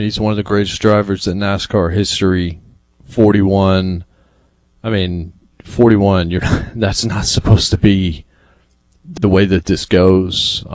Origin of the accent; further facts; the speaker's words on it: Martinsville, Virginia, United States; born there; now in Nashville, United States; But I was born in Martinsville, Virginia